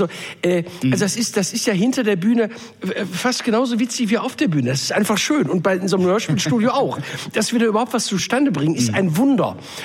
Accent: North Rhine-Westphalia, Germany; Bei uns im Pott sagst du Hiopai zu sowas.

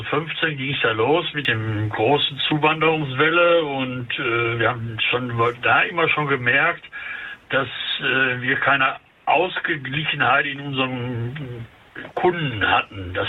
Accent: Essen, North Rhine-Westphalia, Germany; Also ich bin im Essener Norden geboren und groß geworden, aufgewachsen, habe den ganzen Wandel, auch im negativen Sinne des Nordens, miterlebt.

